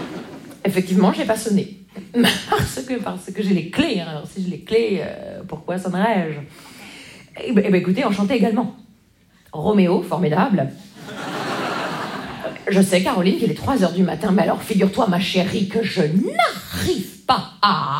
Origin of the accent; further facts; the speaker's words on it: Grand Est, France; Vous savez, moi, je viens des Vosges.